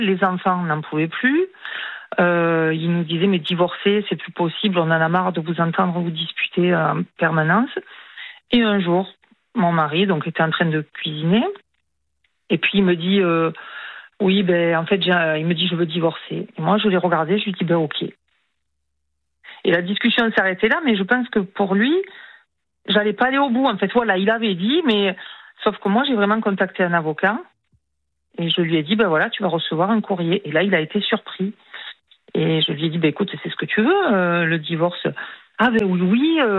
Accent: Southern France, France; Parce que quand ils entendent mon accent, ils me disent « Mais vous êtes d'où ?»« Oui, mais je suis du Sud. »

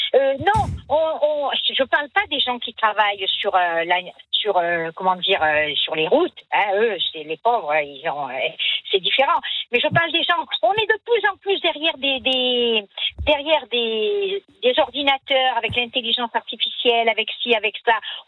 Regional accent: Nice, Provence-Alpes-Côte d'Azur, France; Ah non, Nice, c'est merveilleux, je suis niçoise, hein, fière de l'être.

